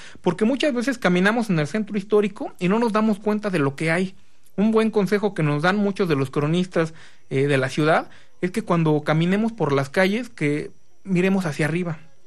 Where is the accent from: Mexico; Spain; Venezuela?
Mexico; como mexicano pues conozcamos nuestra historia.